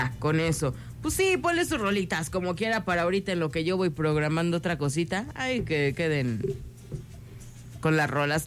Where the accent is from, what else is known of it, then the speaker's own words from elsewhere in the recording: Mexico; en nuestra mente como buen mexicano